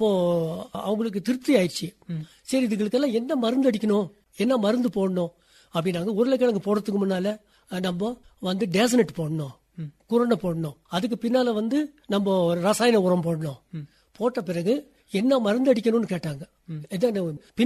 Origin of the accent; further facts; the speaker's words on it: Lovedale, Tamil Nadu, India; moved away as an adult; also born or lived in Ketti; நான் லவுடேலியில் பிறந்தேன். 1949 ஆகஸ்ட் மாசம் 6ஆம் தேதி நான் பிறந்தேன்.